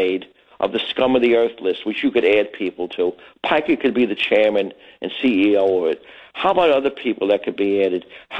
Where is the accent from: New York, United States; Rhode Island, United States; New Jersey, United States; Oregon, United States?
New York, United States; Brooklyn; now in Eastern Long Island, United States; I'm from Brooklyn originally.